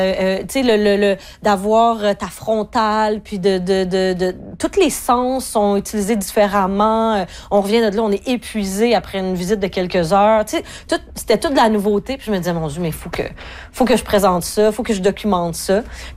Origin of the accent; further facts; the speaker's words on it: Val-d'Or, Quebec, Canada; quand on vient, même si on vient de Val-d'Or, puis que tout le monde autour de nous travaille dans les mines